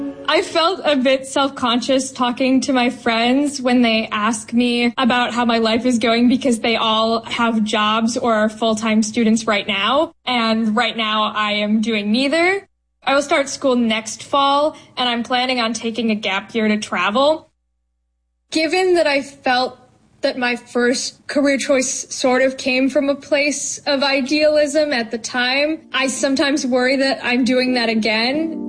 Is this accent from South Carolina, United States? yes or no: no; Bethesda, Maryland, United States; I'm from Bethesda, Maryland. I'm 22 years old.